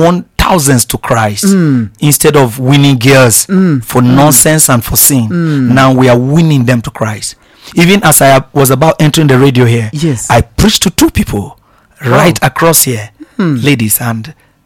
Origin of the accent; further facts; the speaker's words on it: Nigeria; moved away; I said, I'm Nigerian.